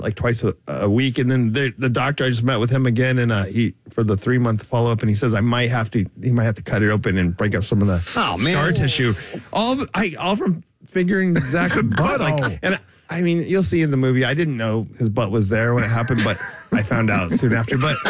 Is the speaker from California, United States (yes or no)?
yes; Ojai, California, United States; where I live now, I live back in my hometown, which is nowhere near the snow